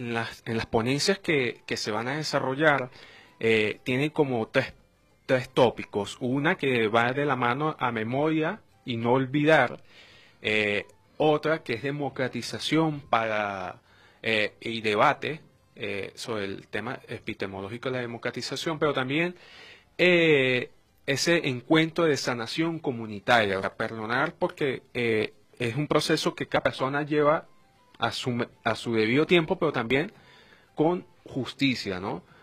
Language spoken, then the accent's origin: Spanish; Venezuela; somos venezolanos.